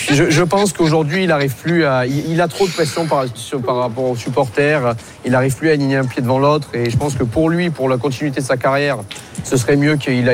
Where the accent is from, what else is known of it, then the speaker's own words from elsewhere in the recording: Marseille, Provence-Alpes-Côte d'Azur, France; je viens de Marseille, écoutez les gars, j'ai foi en mon équipe